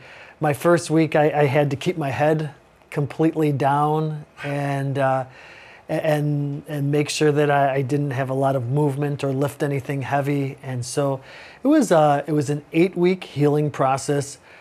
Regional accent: Chicago, Illinois, United States

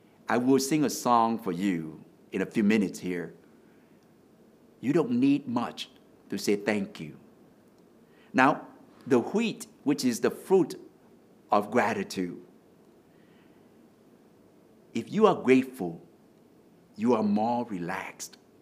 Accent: Vietnam; English is a second language; now in United States; Because for me, when I came here from Vietnam, we have to learn two words, thank you and excuse me. So as I'm speaking English in the United States

